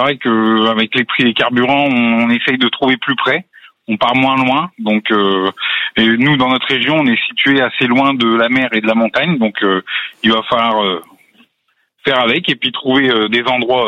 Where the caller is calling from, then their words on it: Grand Est, France; De Couzeray